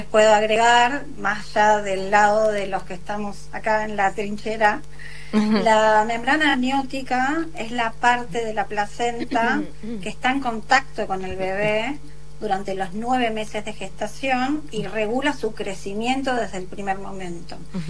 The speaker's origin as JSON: {"language": "Spanish", "region": "Buenos Aires", "country": "Argentina", "said": "Yo soy de Buenos Aires, del conurbano"}